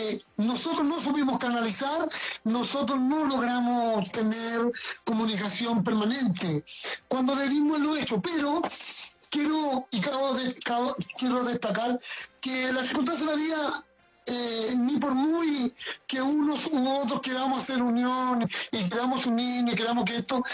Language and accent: Spanish; Chile; muchas cosas por la cabeza de nosotros como mineros chilenos.